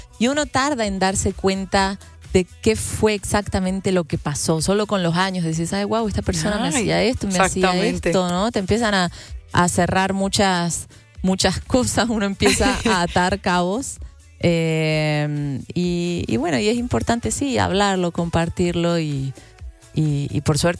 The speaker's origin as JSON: {"language": "Spanish", "region": "Córdoba", "country": "Argentina", "tie": "born or raised there", "moved": "as an adult", "lives_now": "Mexico City, Mexico", "said": "me recuerda mucho a mi ciudad, a Córdoba, la montaña cerca, el cantadito particular"}